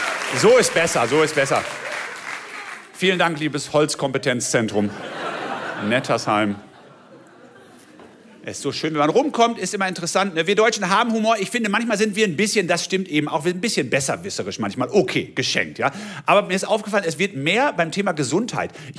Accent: Haltern am See, North Rhine-Westphalia, Germany; und habe auf der Bühne, so wie heute gesagt, ich komme aus Haltern am See.

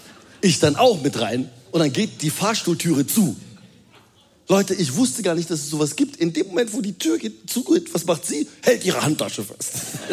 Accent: Rhineland, Germany; Als Rheinländer.

